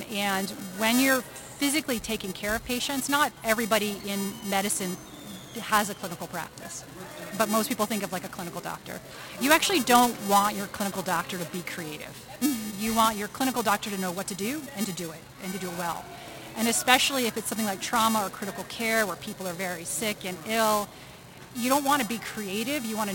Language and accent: English; Washington, District of Columbia, United States; I grew up here in Washington, D.C.